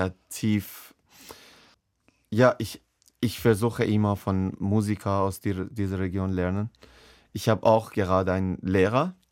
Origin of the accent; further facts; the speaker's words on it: Iran; now in Germany; Für uns, wir sind politische Menschen. Wir sind so, ich bin im Krieg geboren, so aufgewachsen